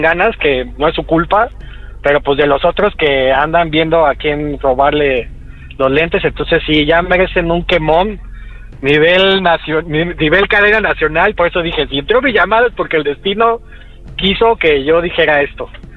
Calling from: Mexico City, Mexico; De la Ciudad de México.

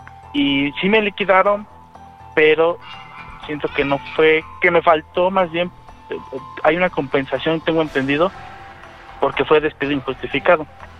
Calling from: Mexico City, Mexico; De Tlatelolco, Ciudad de México.

